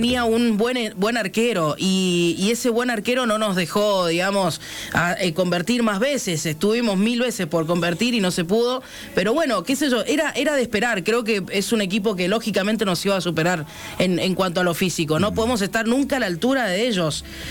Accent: Argentina; Y sí, somos argentinos

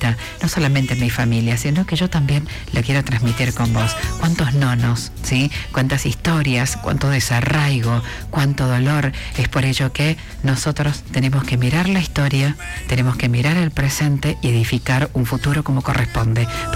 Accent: Argentina; como buenos argentinos que somos.

